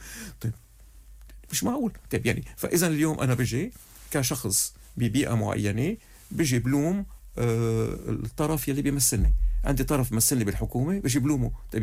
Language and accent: Arabic; Lebanon; عم بحكي كلبنانيين